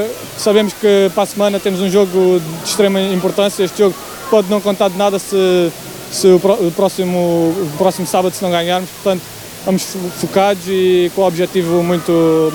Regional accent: Faro, Algarve, Portugal; eu que sou de Faro, nunca tinha visto isto.

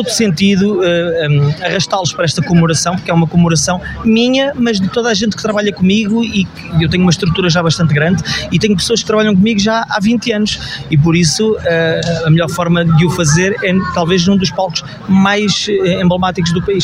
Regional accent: Alcobaça, Centro, Portugal; also born or lived in Caldas da Rainha; Alcobaça é a minha terra, é a terra onde eu cresci, onde eu vivi, onde eu vivo ainda, mas as Caldas são a cidade onde eu nasci.

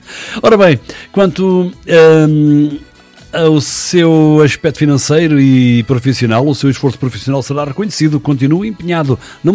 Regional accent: Pinhel, Centro, Portugal; moved away; Pinhel deixa-me assim, a minha terra natal deixa-me desta maneira.

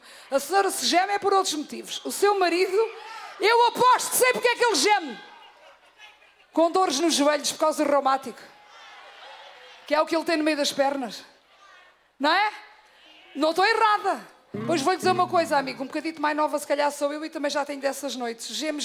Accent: Pegões Velhos, Setúbal, Portugal; Santo Isidro de Pegões, isso é agora, meu querido, porque Pegões Velhos é a minha terra.

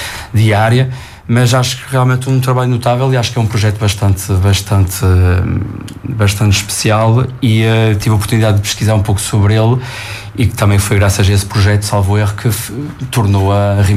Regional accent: Portugal; born there; also born or lived in France; apesar de não ter nascido em Reunião, nem em Portugal até, nasci em França, em 89, mas vim para cá muito cedo. Os meus pais vieram para cá muito cedo, eu e os meus irmãos também.

